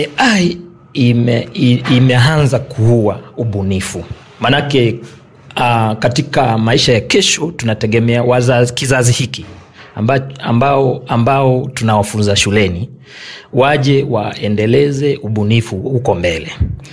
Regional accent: Bungoma County, Kenya; first language Kalenjin; Swahili is a second language

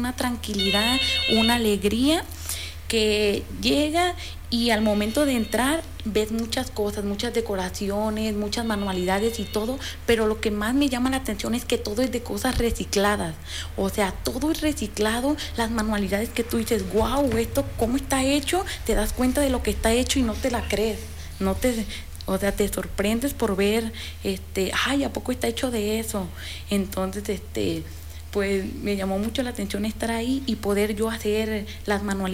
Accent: Autlán, Jalisco, Mexico; yo soy de aquí de Utlán

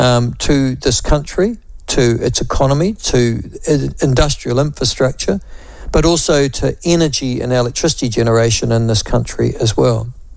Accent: Whanganui, Manawatū-Whanganui, New Zealand; when I was a young boy growing up in Whanganui

